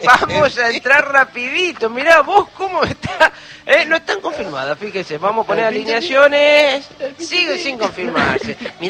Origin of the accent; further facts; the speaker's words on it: Santa Fe, Argentina; yo soy santafesino, casi cordobés, casi santiagueño